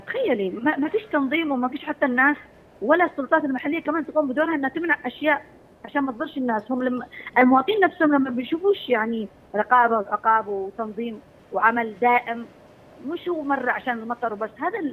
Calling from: Aden, Yemen; علينا وسقية خير لنا جميعا في عدن

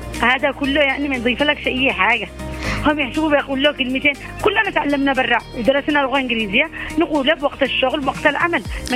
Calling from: Aden, Yemen; accent: Adeni; أنا اعتز أني رحت لما بريطانيا أنا اعتز كلامي العدني. نحن العدنيين مميزين

